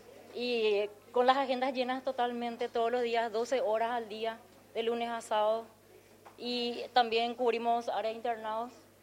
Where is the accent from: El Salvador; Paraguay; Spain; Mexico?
Paraguay; Hohenau, Colonias Unidas, Itapúa; also born or lived in Asunción; now in Coronel Oviedo, Paraguay; Sí, yo sí, ya vivo acá en Coronel Oviedo, yo soy de Joinao, Colonia Unida. Sí, estoy por acá, ya viviendo.